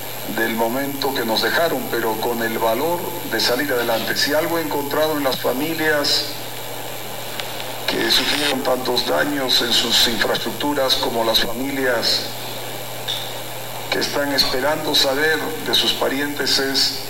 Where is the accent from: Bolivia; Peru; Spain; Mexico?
Bolivia; somos una familia boliviana que tiene que salir adelante